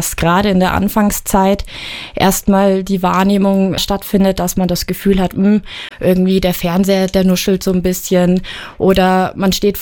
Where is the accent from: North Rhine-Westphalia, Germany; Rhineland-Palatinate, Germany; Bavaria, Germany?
Bavaria, Germany; Garmisch-Partenkirchen; Ich bin selbstständige Hörakustikerin in Garmisch-Partenkirchen, meinem Heimatort, und habe da im Mai letzten Jahres mein Fachgeschäft für Hörakustik aufgemacht.